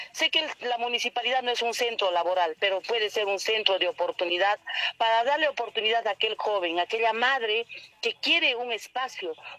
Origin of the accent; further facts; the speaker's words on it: Cusco, Peru; para mí, como santiaguina